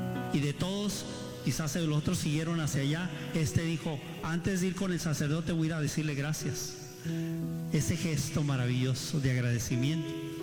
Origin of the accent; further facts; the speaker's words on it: United States; ya saben que yo de niño crecí aquí en Estados Unidos, pero mi mamá era ilegal.